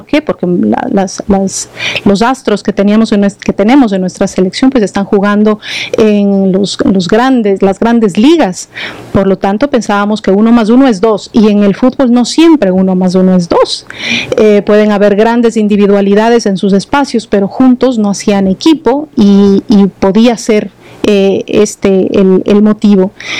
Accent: Ecuador; lo emocionada que estaba como ecuatoriana

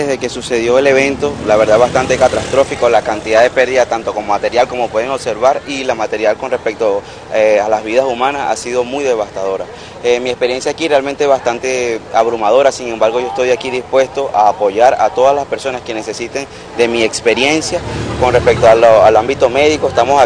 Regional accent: Venezuela; me llena de orgullo ser venezolano

